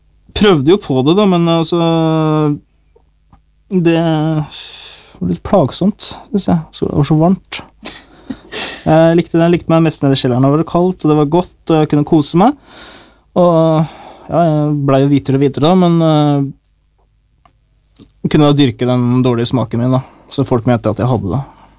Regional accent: Horten, Vestfold, Norway; I Horten der jeg kommer fra, da, jeg ble veldig mobba for det da.

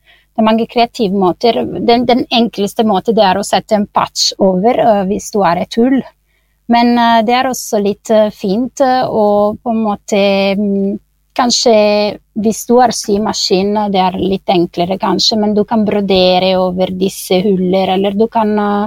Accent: Italy; Norwegian is a second language; now in Norway; Jeg begynte sånn når jeg kommer fra Italia så jeg begynte sånn med mine venninner og så beholdet den tradisjonen her med mine nye venninner her I Norge

